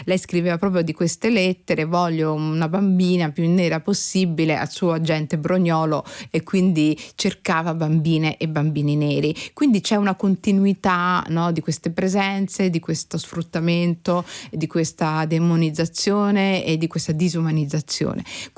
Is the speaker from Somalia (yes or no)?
yes; Somalia; ma penso anche al mio paese di origine, la Somalia, che tra tutte le colonie è quella più dimenticata e quella meno raccontata.